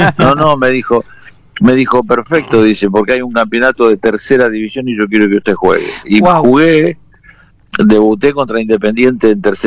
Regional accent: San Isidro, Buenos Aires Province, Argentina; born there; Yo vivía en ese momento en San Isidro, Avellaneda

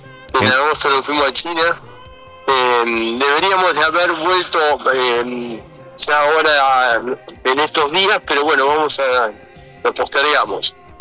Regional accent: Argentina; te pregunta de qué país sos, obviamente, y cuando vos decís de Argentina

